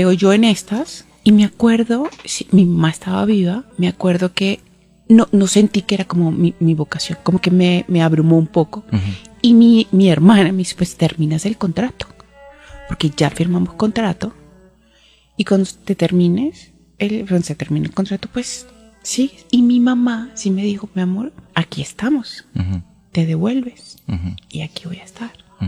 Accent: Valencia, Carabobo, Venezuela; Además, yo soy de Valencia. Mi hermana llegaba a Valencia y eso era...

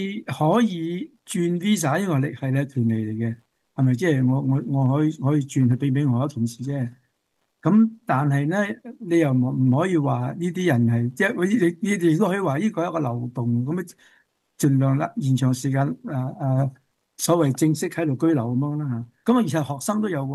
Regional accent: Australia; 我哋澳洲人过去纽西兰住嘅时候系咪

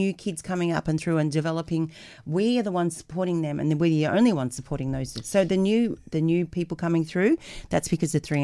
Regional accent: Albury, New South Wales, Australia; I grew up in Albury, Wodonga.

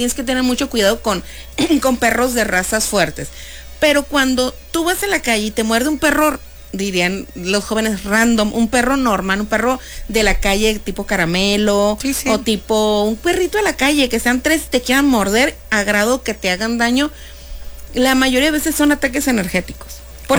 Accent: Mexico

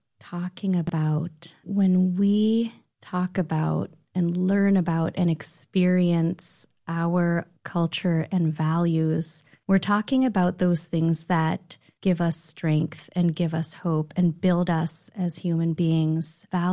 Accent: Chevak, Alaska, United States; now in Anchorage, United States; I am Chupik from the community of Chivak, now residing on Denaina land in Anchorage.

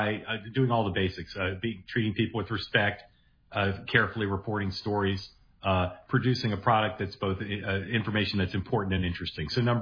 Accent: Washington, District of Columbia, United States; now in Manhattan, United States; I grew up in Washington. I've lived in Manhattan almost my entire adult life, and I went to Harvard College, Harvard University.

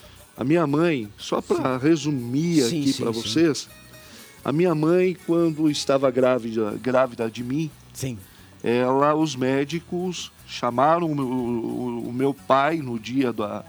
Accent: Bragança Paulista, São Paulo, Brazil; eu sou do interior de São Paulo, sou de Bragança Paulista, oriundo de Bragança Paulista. Eu cresci ali nas áreas rurícolas de Bragança, em chácaras, fazendas, olaria também.

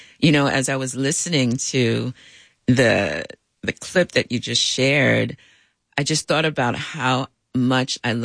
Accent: Bronx, New York, United States; born there; I was born in the Bronx, but very much connected to my roots.

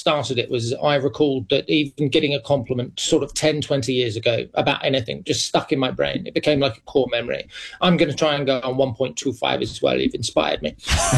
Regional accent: England, United Kingdom; No, I'm English.

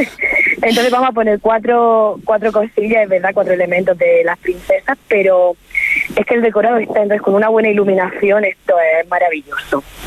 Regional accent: Caravaca, Region of Murcia, Spain; y yo que soy aquí de Caravaca, que voy a hacer la Cenicienta.

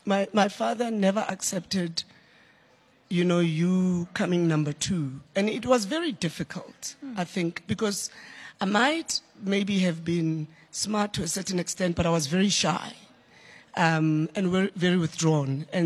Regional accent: Soweto, Gauteng, South Africa; So the reality is that I grew up in Rockville in Soweto, mm-hmm.

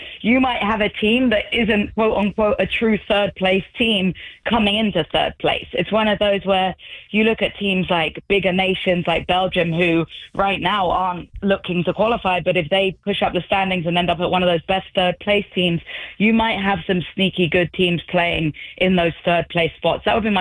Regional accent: England, United Kingdom; now in Charlotte, United States; I grew up in England

